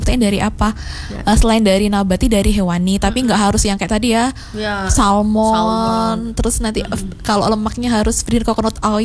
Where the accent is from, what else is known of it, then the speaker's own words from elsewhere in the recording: Trenggalek, East Java, Indonesia; Karena saya dari Trenggalek kebetulan.